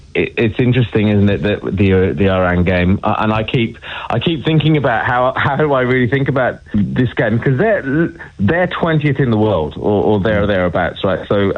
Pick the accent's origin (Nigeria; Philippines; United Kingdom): United Kingdom; England; I'm English